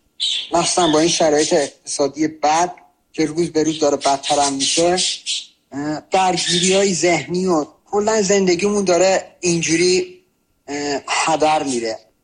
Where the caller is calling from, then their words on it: Qazvin, Iran; از قزوین، یه کارگر ساختمانی